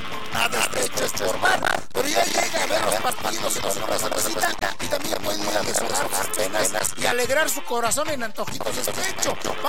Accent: Chapultepec, State of Mexico, Mexico; moved away; mi pueblito de allá de Chapultepec, el Chicho, Estado de México, donde soy yo.

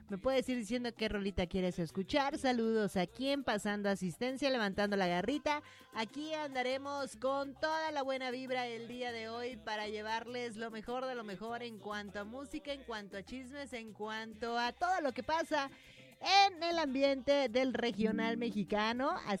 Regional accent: Argentina; Como argentino, hombre, sencillito y carismático vamos a ser el día de hoy.

